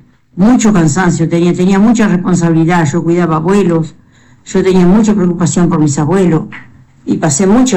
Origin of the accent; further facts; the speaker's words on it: Tacuarembó, Uruguay; Soy de acá de Tacuarembó, sí.